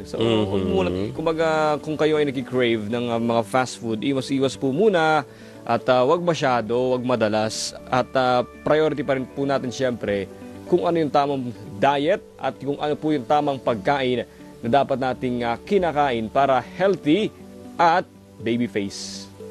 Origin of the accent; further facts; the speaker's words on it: Eastern Visayas, Philippines; Summer kami.